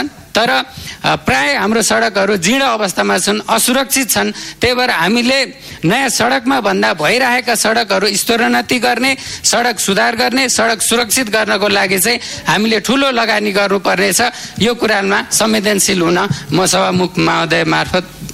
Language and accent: Nepali; Bagmati, Nepal; मेरो गृह जिल्ला सिन्धुलीमा